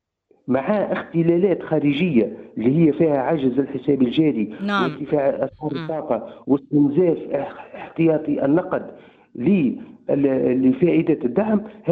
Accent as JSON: {"language": "Arabic", "country": "Tunisia", "said": "إحنا كاقتصاد تونسي"}